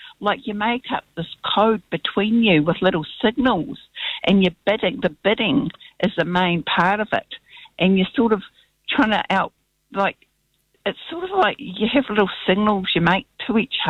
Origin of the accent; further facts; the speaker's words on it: Invercargill, Southland, New Zealand; born there; born down in Invercargill Hospital, where it's now a McDonald's, you know. I was born in Invercargill.